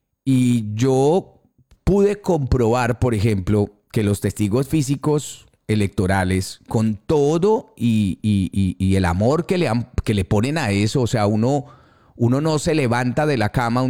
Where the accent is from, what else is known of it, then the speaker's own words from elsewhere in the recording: Colombia; moved away; como colombiano en el exterior